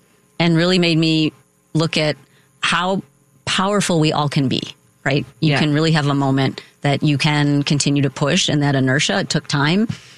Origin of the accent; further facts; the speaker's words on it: Chicago, Illinois, United States; I think Humboldt Park community was a very diverse, strong community.